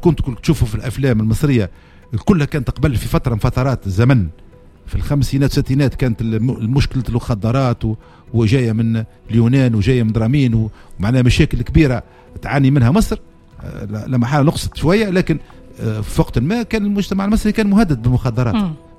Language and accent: Arabic; Tunisia; لكن توا احنا كمجتمع تونسي شنو لازم نعملوا يا ولدي؟